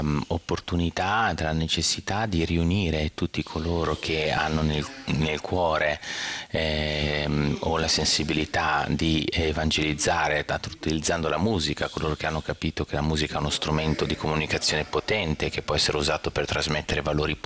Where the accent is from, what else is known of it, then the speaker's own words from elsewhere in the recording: Bologna, Emilia-Romagna, Italy; Io sono bolognese, la Gloria ha sede a Bologna e ovviamente sono molto legato alla mia città dove sono nato e cresciuto